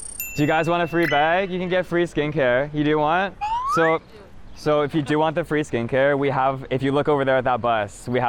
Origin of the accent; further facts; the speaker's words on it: China; We're from China.